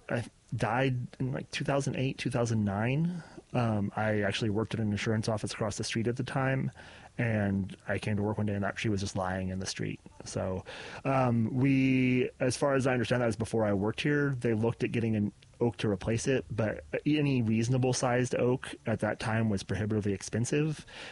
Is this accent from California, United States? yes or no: yes; Ojai, California, United States; I grew up in Ojai. My family's been here since the 30s.